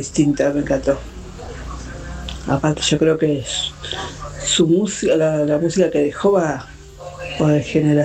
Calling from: Villa Fiorito, Buenos Aires Province, Argentina; de Fiorito.

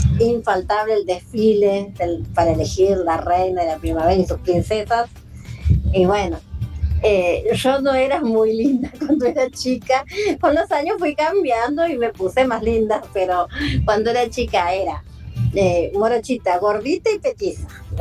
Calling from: José C. Paz, Buenos Aires Province, Argentina; de José Paz.

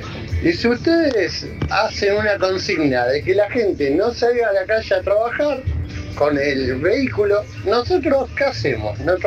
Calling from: Villa Madero, Buenos Aires Province, Argentina; de Villa Madero

